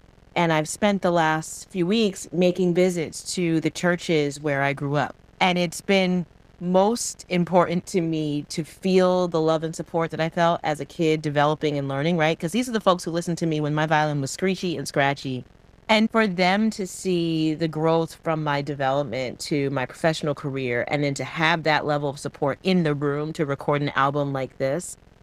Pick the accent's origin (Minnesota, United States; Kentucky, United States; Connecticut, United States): Connecticut, United States; Stratford; moved away; also born or lived in New Haven, Connecticut; I grew up in Stratford. I was born Yale New Haven Hospital. Went to Stratford Academy in Worcester and Bunnell High School.